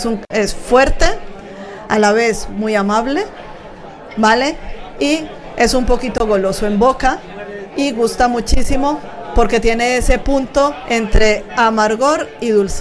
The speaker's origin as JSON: {"language": "Spanish", "country": "Colombia", "moved": "yes", "lives_now": "Region of Murcia, Spain", "said": "Yo soy de Colombia, pero llevo ya 26 años afincada aquí en España."}